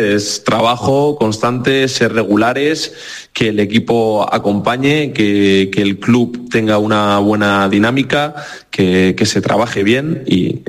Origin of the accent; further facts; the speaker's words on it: Barcelona, Catalonia, Spain; moved away as an adult; now in Elche, Spain; soy de Barcelona